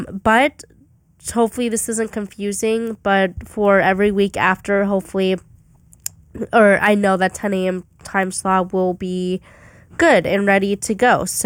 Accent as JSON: {"language": "English", "region": "Arizona", "country": "United States", "moved": "as an adult", "lives_now": "Orange, United States", "said": "Obviously, you girlies know I'm from Arizona"}